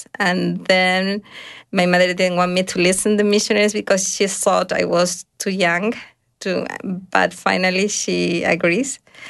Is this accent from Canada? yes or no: no; Uruguay; moved away; I was raised in Uruguay, and when I was raised in the Catholic belief with a strong faith in Jesus Christ and Heavenly Father.